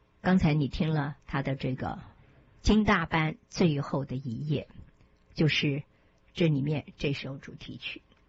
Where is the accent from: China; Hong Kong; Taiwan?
Taiwan; 我对于中国大陆的流行歌不熟，因为我出生长大在台湾